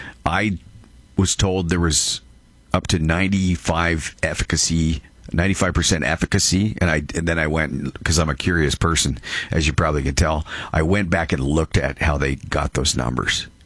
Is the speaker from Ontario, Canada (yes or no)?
yes; Brantford, Ontario, Canada; they were in my hometown of Brantford, too.